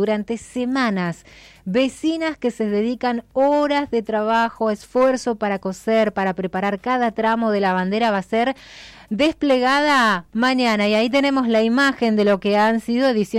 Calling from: Catriel, Río Negro, Argentina; Hola, buenos días … de Catriel. Los veo todos los días, hermoso programa.

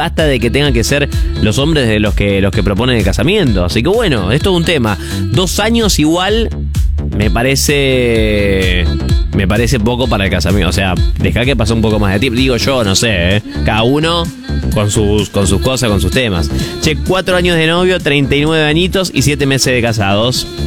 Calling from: Bariloche, Río Negro, Argentina; de Bariloche. Ahora está nevando con todo, gracias por la radio, los escuchamos todos los días.

